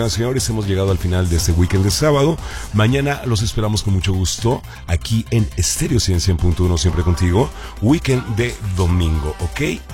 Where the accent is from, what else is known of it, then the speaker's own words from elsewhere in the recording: Mexico; que estuvimos también ahí unidos como mexicanos